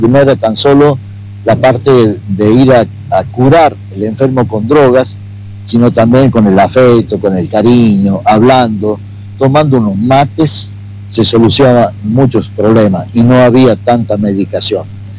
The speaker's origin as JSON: {"language": "Spanish", "town": "Famatina", "region": "La Rioja", "country": "Argentina", "said": "yo originalmente soy de Famatina."}